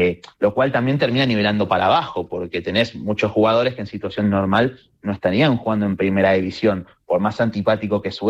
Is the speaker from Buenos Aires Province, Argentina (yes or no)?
yes; Lanús, Buenos Aires Province, Argentina; venimos del milagro de Lanús, del equipo de mi